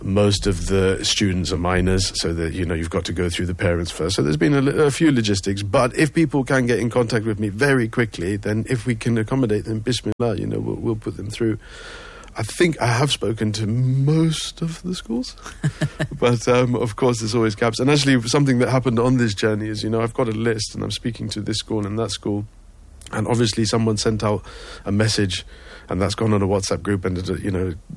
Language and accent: English; United Kingdom; now in Cape Town, South Africa; I'm from the UK originally.